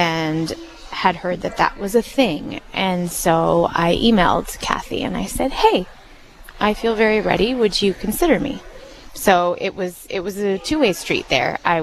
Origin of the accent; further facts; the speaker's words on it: Moorhead, Minnesota, United States; moved away as an adult; now in New York, United States; So I grew up in Moorhead